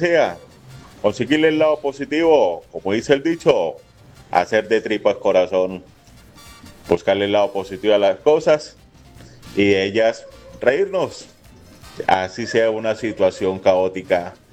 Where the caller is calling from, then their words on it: Colombia; ¿Qué nos caracterizamos los colombianos? De ser alegres, ser felices.